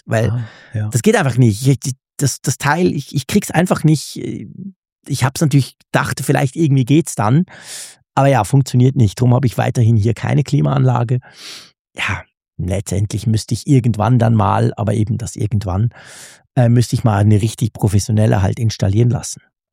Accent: Switzerland; Ich darf das ja sagen als Schweizer.

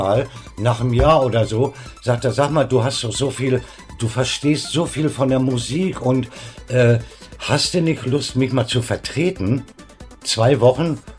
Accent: Braunschweig, Lower Saxony, Germany; moved away; ich komme aus Braunschweig.

